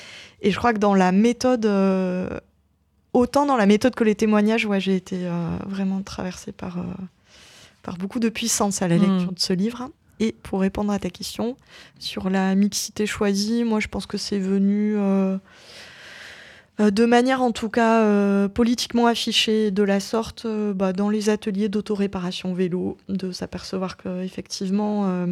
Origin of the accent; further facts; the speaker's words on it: South-West France, France; moved away; à la base, je viens du Sud-Ouest.